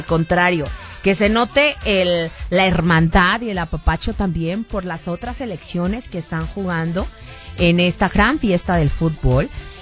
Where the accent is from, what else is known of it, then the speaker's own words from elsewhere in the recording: Mexico; es un placer, de verdad, ser mexicana.